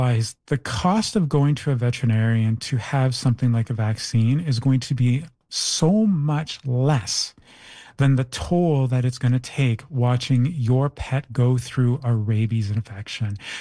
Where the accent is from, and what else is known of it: Toronto, Ontario, Canada